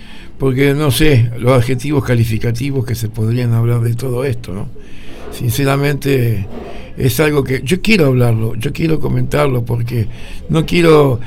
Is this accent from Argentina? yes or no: yes; Argentina; como argentino y como quiero mi país